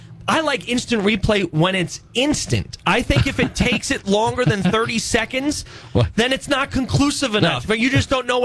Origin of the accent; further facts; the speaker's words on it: New York City, New York, United States; I'm from New York City.